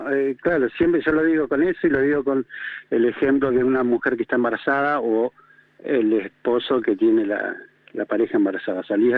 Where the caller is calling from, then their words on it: San Luis, Argentina; De San Luis Capital.